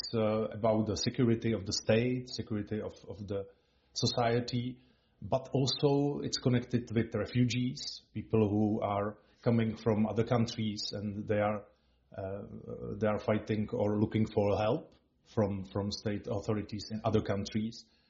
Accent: Vysočina Region, Czechia; Yes, I love it because it's my hometown and I love the whole Czech and Moravian Highlands or Vysočina, as we said.

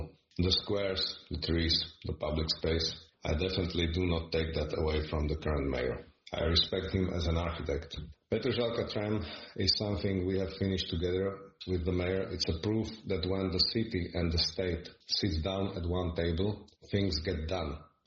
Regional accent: Bratislava, Bratislava Region, Slovakia; I was born here, I live here all my life, and I'm raising my three children here. I grew up in Ružino, among the apartment blocks and construction sites.

